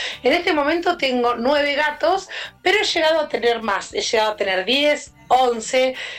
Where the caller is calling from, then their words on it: Henderson, Buenos Aires Province, Argentina; de Henderson, provincia de Buenos Aires.